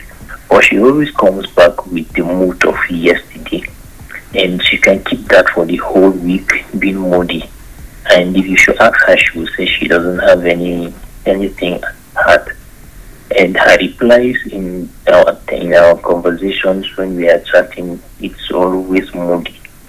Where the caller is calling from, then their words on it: Greece; I'm calling from Greece.